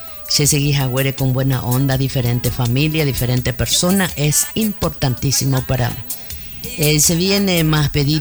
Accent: Presidente Franco, Alto Paraná, Paraguay; soy de Presidente Franco, gente de Abeja.

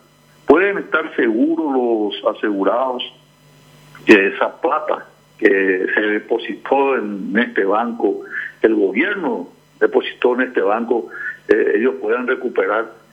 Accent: Paraguay; a mí como paraguayo

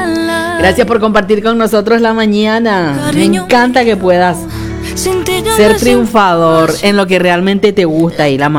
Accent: Villarrica, Guairá, Paraguay; mi ciudad natal, mi Villarrica querida.

